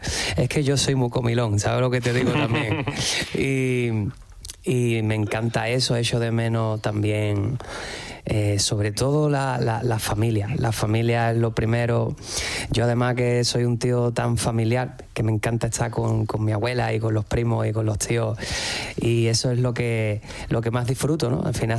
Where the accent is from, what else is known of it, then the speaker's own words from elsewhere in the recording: San Fernando, Andalusia, Spain; Pues yo soy de San Fernando y mi compi es de La Línea. Entonces, como yo, además yo tiro un poquito más a Cádiz capital, me salen expresiones diferentes a él. O sea, como que dentro de que somos de Cádiz